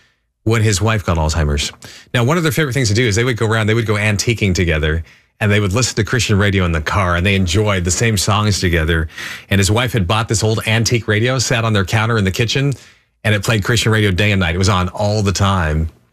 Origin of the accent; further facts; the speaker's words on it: San Bernardino, California, United States; Hey, San Bernardino, represent. That's my hometown.